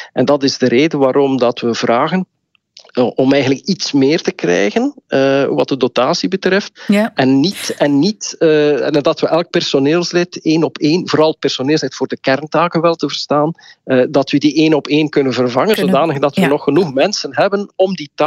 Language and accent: Dutch; Belgium; Je moet ook weten dat na de overstromingen in de Ardennen dat het crisisbeleid in ons land een beetje hertekend is.